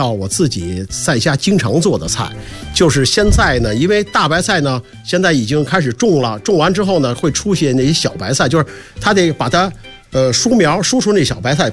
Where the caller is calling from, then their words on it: Jiangsu, China; 我们南方人呢，因为我是江苏人，就是南方人